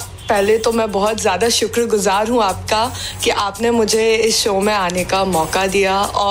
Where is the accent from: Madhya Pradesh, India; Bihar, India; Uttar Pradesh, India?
Madhya Pradesh, India; Sohagpur; moved away; मैंने मेरी schooling Saint पैट्रिक्स school से की है, जो कि सोहागपुर में है. मैं सोहागपुर से बिलोंग करती हूँ.